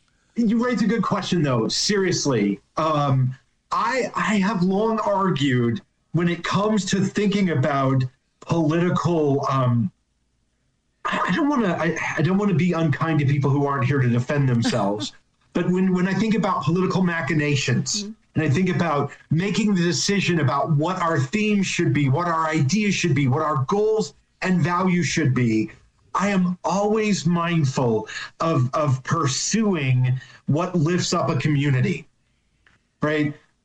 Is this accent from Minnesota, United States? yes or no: yes; Morris, Minnesota, United States; also born or lived in Herman, Minnesota; I was born in Morris, Minnesota. So, West Central, closer to the Dakotas.